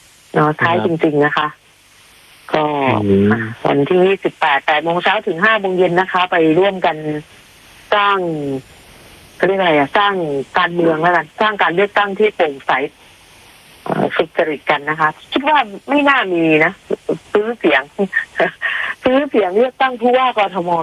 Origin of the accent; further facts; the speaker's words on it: Bangkok, Thailand; เราอยู่เป็นชาวกรุงเทพมาตลอด38ปี